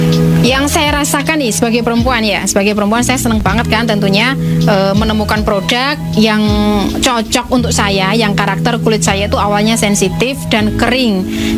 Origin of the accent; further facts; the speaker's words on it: Klaten, Central Java, Indonesia; Halo, perkenalkan … saya dari Klaten. Saat ini saya berusia 38 tahun.